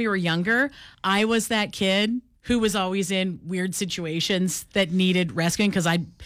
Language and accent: English; Canada; we're Canadian.